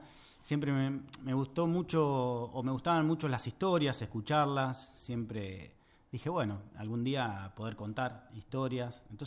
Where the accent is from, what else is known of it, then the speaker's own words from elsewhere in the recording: Francisco Madero, Buenos Aires Province, Argentina; moved away as an adult; also born or lived in La Plata; soy un chico de pueblo que un día quiso volar, por así decirlo. Nací y me crié en Francisco Madero, acá nomás, a 20 kilómetros, y bueno, después me fui a estudiar a La Plata, me fui a estudiar periodismo a la Facu de allá.